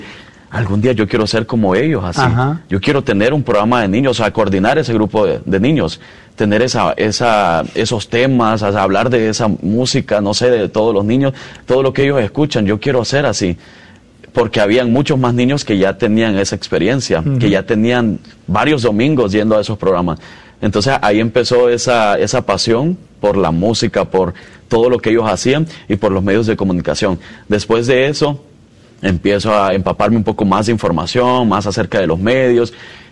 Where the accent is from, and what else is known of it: Nueva Concepción, Chalatenango, El Salvador; now in Alabama, United States